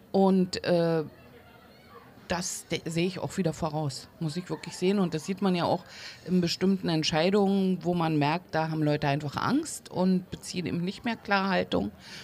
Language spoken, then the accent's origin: German; East Germany, Germany; Und ich bin ja im Osten groß geworden, war 25, als die Wende war.